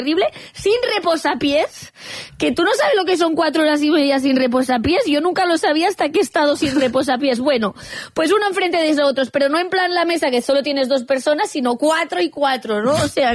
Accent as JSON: {"language": "Spanish", "region": "Catalonia", "country": "Spain", "said": "Sabemos que soy catalana."}